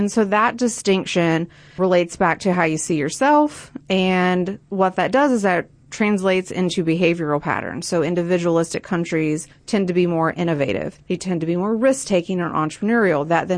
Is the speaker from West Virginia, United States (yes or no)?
yes; Gallipolis Ferry, West Virginia, United States; So I grew up in West Virginia, right on the Ohio River, so in a small town called Gaplis Ferry, West Virginia, and, you know, growing up looking at Ohio.